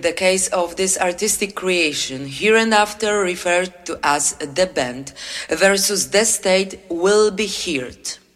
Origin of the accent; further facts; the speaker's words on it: Poland; English is a second language; Our band name is … we are from Poland.